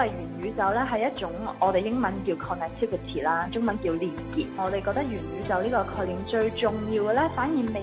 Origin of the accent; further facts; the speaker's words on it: Hong Kong; 我是一个香港土生土长的创业者，读书的时候在外国多些